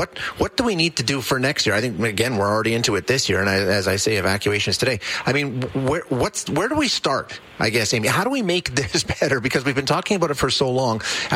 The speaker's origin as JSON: {"language": "English", "region": "Alberta", "country": "Canada", "tie": "born or raised there", "said": "I grew up in Alberta."}